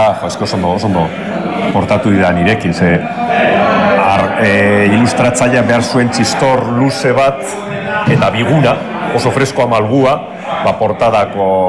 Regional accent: Basauri, Basque Country, Spain; also born or lived in Vitoria-Gasteiz; now in Arbizu, Spain; Eta nik Basauriko nara, Bizkaitarran, jaio nintzen, bizizan nintzen, Gasteizera alde ginen arte.

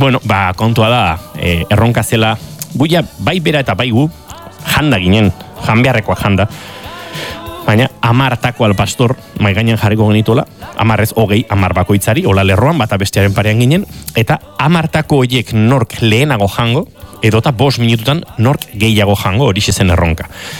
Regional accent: Spain; Bat, ni naiz espainola, ni euskalduna naiz, hau espainola, eta esan egon noski.

